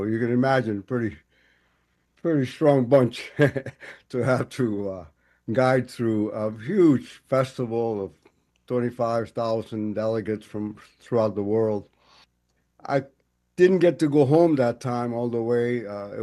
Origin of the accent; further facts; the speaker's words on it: Camagüey, Cuba; moved away; I'm from Camagüey. Our families were traditionally Guajiro people, illiterate peasantry, it would be called at the time, campesino